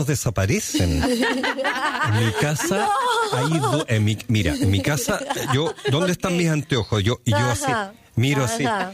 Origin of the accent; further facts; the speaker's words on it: southern Chile, Chile; moved away; yo soy chileno, yo soy de la parte austral